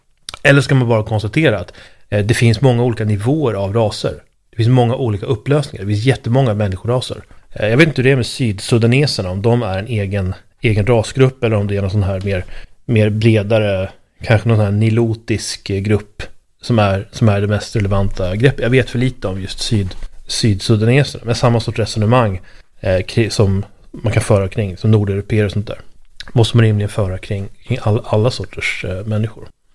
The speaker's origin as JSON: {"language": "Swedish", "country": "Sweden"}